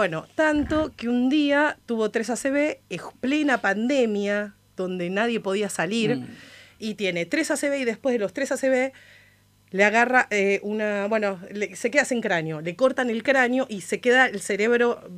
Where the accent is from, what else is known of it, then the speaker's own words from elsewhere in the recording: Ituzaingó, Buenos Aires Province, Argentina; also born or lived in Villa Devoto, Buenos Aires; Sí, pero viví casi toda la vida porque de los 6 años que estoy en Ituzaingó.